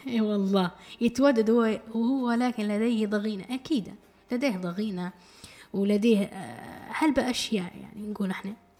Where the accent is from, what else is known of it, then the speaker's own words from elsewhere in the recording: Libya; accent: Libyan; يعني نقول إحنا بلهجتنا الليبية